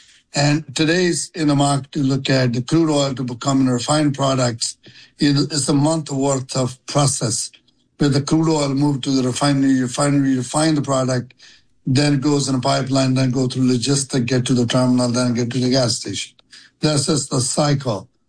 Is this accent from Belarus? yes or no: no; India; moved away as an adult; now in United States; I'm coming from India 43 years ago, with no idea what I was going to do here